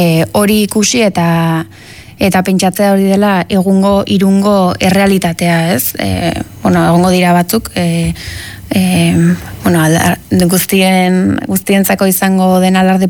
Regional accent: San Sebastián, Basque Country, Spain; Bai, bueno, ni Donostiarra naiz eta danborradaren kontuarekin bai ikusten detela

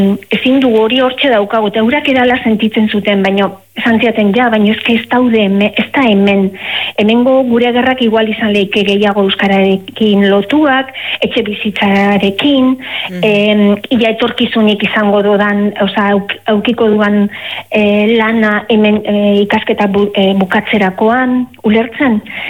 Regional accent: Basque Country, Spain

